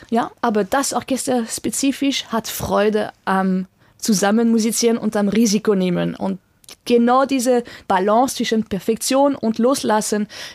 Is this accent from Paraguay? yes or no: no; France; also born or lived in Vienna, Austria / Germany; now in Austria; lebe in Österreich. Also meine musikalische Sprache ist wirklich Deutschromantik geprägt, obwohl ich Französin bin.